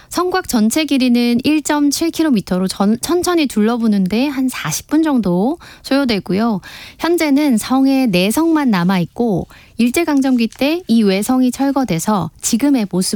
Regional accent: Miryang, South Gyeongsang, South Korea; 밀양이 제 고향이잖아요.

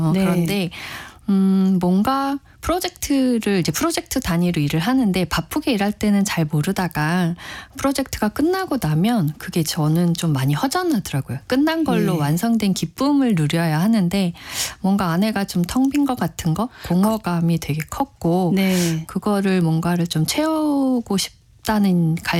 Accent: Seoul, South Korea; 제가 이제 집이 이제 본가가 서울인데요.

